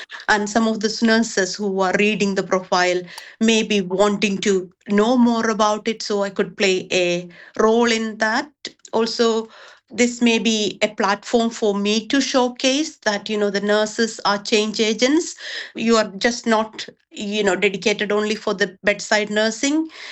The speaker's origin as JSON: {"language": "English", "country": "India", "moved": "as an adult", "lives_now": "United Kingdom", "said": "I came from India and I didn't have those challenges."}